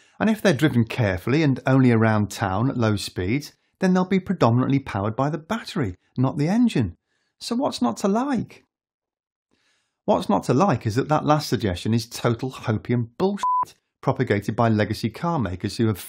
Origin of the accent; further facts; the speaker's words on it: United Kingdom; And I'm British, you know.